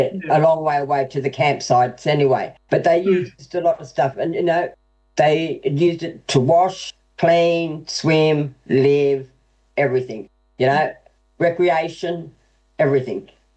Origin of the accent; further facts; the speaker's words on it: Moree, New South Wales, Australia; Growing up on the Mihai, well, I grew up on the mission in Moree, and that was, the Mihai River was, you know, right next to it, right next to the mission.